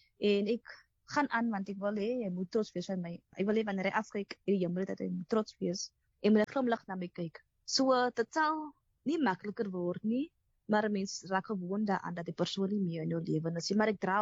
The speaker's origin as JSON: {"language": "Afrikaans", "town": "Atlantis", "region": "Western Cape", "country": "South Africa", "accent": "developed an accent", "said": "En sê, ek is van Atlantis, ek bly in Island Place, ek bly in die Kort."}